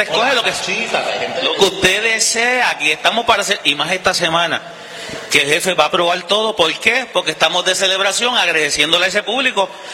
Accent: Aguada, Puerto Rico; now in Moca, Puerto Rico; yo soy natural de Aguada

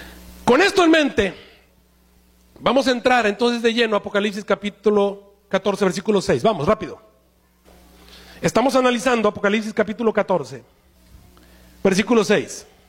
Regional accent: Monterrey, Nuevo León, Mexico; en mi país natal, en México, y de pronto, en mi ciudad natal, en Monterrey

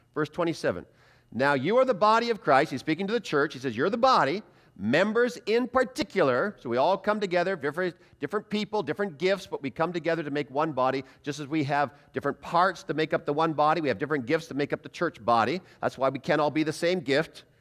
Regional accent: British Columbia, Canada; I grew up outside of Vancouver, British Columbia

